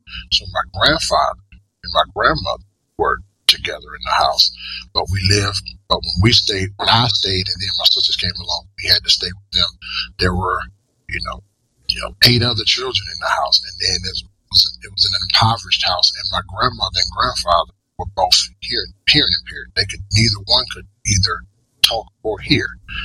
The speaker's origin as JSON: {"language": "English", "region": "Georgia", "country": "United States", "tie": "born or raised there", "said": "I grew up in Georgia. I live in the North Coast now, but I grew up in Georgia. Extremely poor, from a poor family, poor background."}